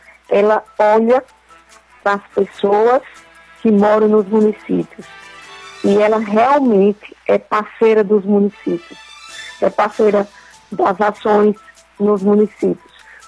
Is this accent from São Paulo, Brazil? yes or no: no; Pernambuco, Brazil; Então, o que, que a gente deve fazer como pernambucano, se você representa uma instituição?